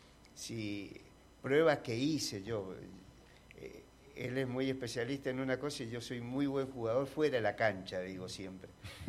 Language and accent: Spanish; San Rafael, Mendoza, Argentina; en mi pueblo, que yo soy de San Rafael.